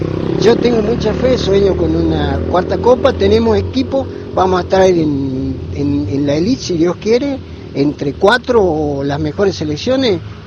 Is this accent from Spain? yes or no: no; Argentina; Nosotros somos argentinos y somos del barro y sabemos gambetearla bien.